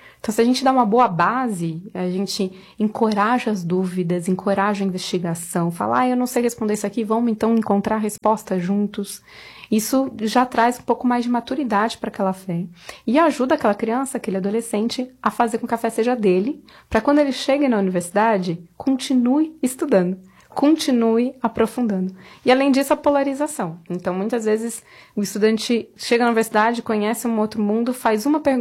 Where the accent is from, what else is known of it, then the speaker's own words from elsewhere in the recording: São Paulo, Brazil; Olá! Bom, eu sou de São Paulo, casada já há 14 anos com o Lucas, meu amigo de escola.